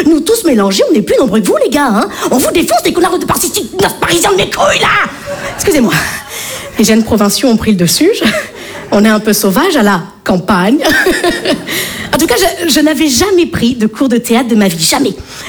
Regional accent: Bordeaux, Nouvelle-Aquitaine, France; je viens de Bordeaux.

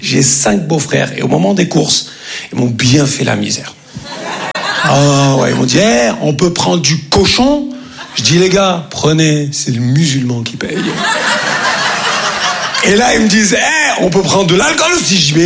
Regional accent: Grand Est, France; Comme on dit chez nous en Lorraine.

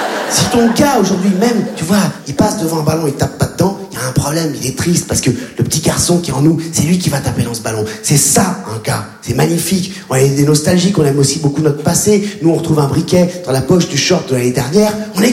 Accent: Réunion, France; moved away; quand j'étais gamin, mes ennemis à La Réunion, c'était les surfeurs.

